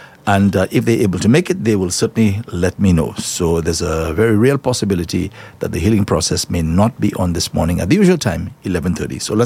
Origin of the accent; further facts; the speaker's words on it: La Clery, Castries, St. Lucia; La Clary, that's my hometown. I feel I say my home community, La Clary.